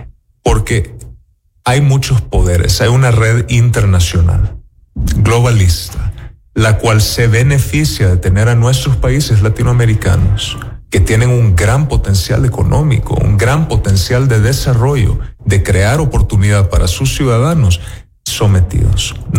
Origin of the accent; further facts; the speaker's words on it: El Salvador; yo vengo de El Salvador